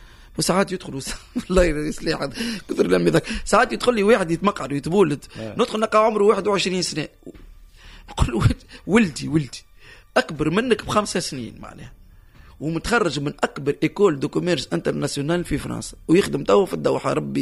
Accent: Tunisia; بلغتنا نحن تونسيه

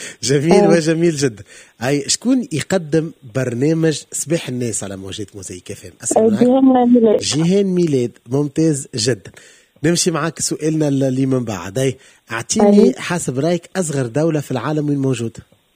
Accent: Tunisia; ما يمثلناش احنا كتوينسة

